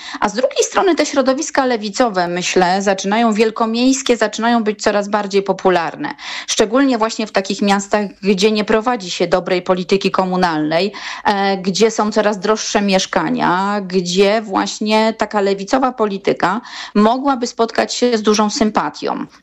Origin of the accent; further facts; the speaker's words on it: Kielce, Świętokrzyskie Voivodeship, Poland; ja jestem Kielczanką